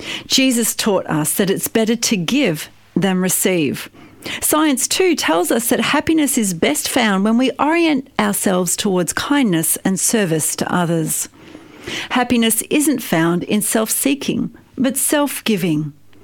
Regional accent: Australia; A recent study in my home country, Australia, says that we're the unhappiest we've been in 20 years.

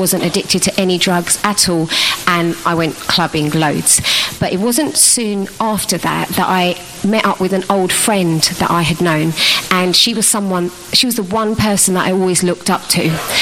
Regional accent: India; But I was aware that as an Indian girl, I was aware that the only way my parents were ever going to let me stay out of home was if I had an education, because in the Indian culture

